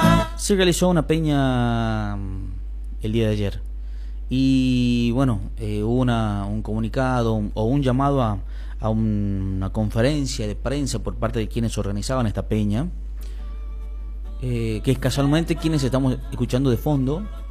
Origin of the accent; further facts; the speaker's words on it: Tucumán, Argentina; nosotros somos tucumanos, del sur de la provincia